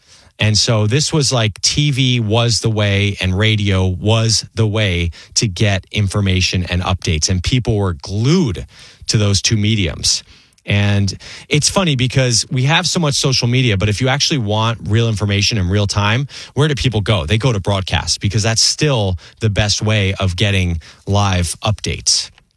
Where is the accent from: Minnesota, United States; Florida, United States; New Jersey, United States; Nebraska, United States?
New Jersey, United States; I grew up at those Twin Towers. I could see them from my street where I grew up in New Jersey.